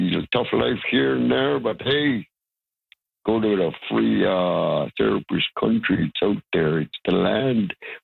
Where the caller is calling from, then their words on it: Ulukhaktok, Northwest Territories, Canada; I'm from Ulukakto.